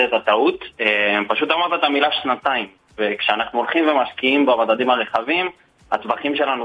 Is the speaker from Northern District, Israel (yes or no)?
yes; Sde Ya'akov, Northern District, Israel; אני במקום בשדה יעקב, אבל האמת שממש לאחרונה הסתרפתי קצת האוניברסיטה, אז אני כזה על הגבול בין בני ברק לרמת גן.